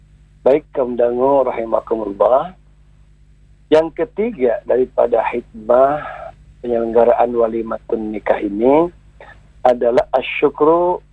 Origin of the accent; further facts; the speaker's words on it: West Java, Indonesia; Artinya kalau kata orang kita, orang Sunda, ulah jajangkungan.